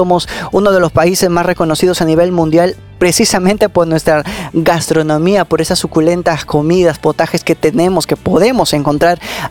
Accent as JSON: {"language": "Spanish", "country": "Peru", "said": "nosotros somos peruanos de corazón, hemos nacido en esta tierra, la bendición tenemos de poder ser peruanos"}